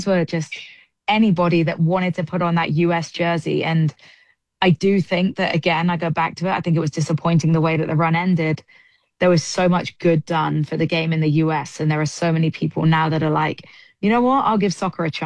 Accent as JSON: {"language": "English", "region": "England", "country": "United Kingdom", "moved": "yes", "lives_now": "Atlanta, United States", "said": "obviously I'm English, but I've lived in America long enough."}